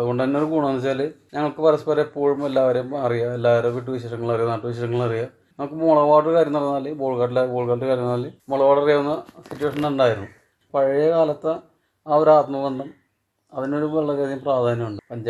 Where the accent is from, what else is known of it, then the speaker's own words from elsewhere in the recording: Bolgatty, Kerala, India; പിന്നെയെന്ന് വെച്ചാൽ ഞങ്ങളിവിടെ ജനിച്ചു വളർന്ന് പഴയ കാലം തൊട്ട് ഒരു ചെറിയ ശരിക്കൊരു ഗ്രാമീണ ജീവിത അന്തരീക്ഷം തന്നെ